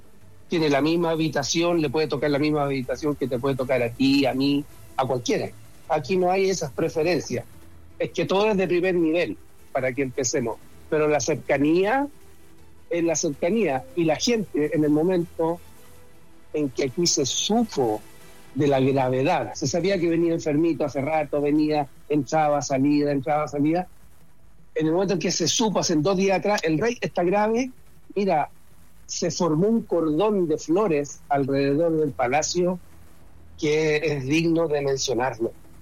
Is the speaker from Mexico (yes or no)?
no; Chile; now in Norway; llevo fuera 50 años, pero de los 50 son 40 en Noruega.